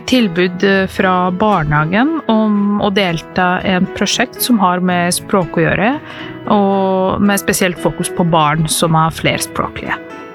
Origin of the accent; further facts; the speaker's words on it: Serbia; first language Serbian; Norwegian is a second language; moved away as an adult; now in Norway; Jeg kom til Norge fra Serbia I 2004. Kom som utvekslingsstudent. Å komme til Norge var veldig annerledes fra der hvor jeg kommer fra.